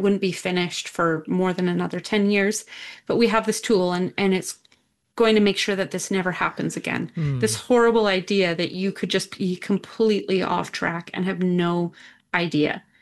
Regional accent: Canada; I'm a Canadian as well.

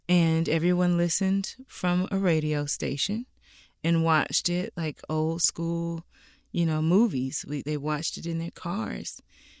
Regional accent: Simpsonville, South Carolina, United States; what we did was we did a private screening for the church that I grew up in Simpsonville, South Carolina, Bethlehem Baptist Church.

